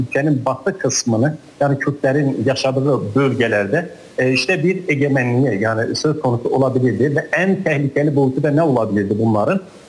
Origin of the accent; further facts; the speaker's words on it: Urmia, West Azerbaijan, Iran; Yani ben kendim Urmiyeliyim ve Urmiye'de bu grupların, hatta şöyle söyleyeyim, sadece silahlı gruplar değil, mesela köylerde yaşayan sivil insanların o bölgede de silahlar var.